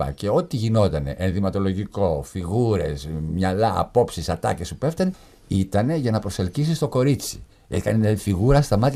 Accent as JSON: {"language": "Greek", "town": "Piraeus", "region": "Attica", "country": "Greece", "tie": "born or raised there", "said": "γεννήθηκα και μεγάλωσα στην πόλη που κάθε Θεσσαλονικιός που κατεβαίνει στην Αθήνα, όταν του πω ότι πάμε μια βόλτα στον Πειραιά, πετάει τη σκούφια του στον αέρα από χαρά."}